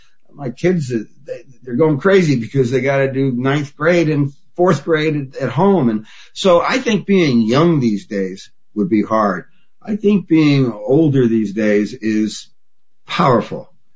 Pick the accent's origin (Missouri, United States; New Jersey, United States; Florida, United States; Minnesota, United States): New Jersey, United States; Newark; I grew up in Newark, New Jersey, and I was born in 1950.